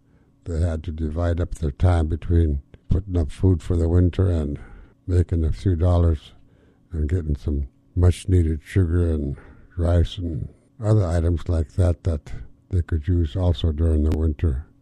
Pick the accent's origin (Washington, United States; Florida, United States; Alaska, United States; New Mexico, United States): Alaska, United States; Dry Bay; born there; I'm a Tlingit Indian, an Eagle Thunderbird. I was born in Dry Bay, about 65 miles below Yakutat. Yakutat being the nearest post office, of course, I have to say I was born in Yakutat.